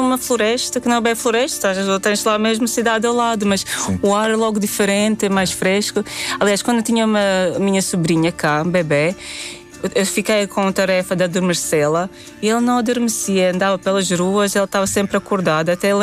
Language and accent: Portuguese; Latvia; first language Latvian; Portuguese is a second language; Letão, claro, língua materna.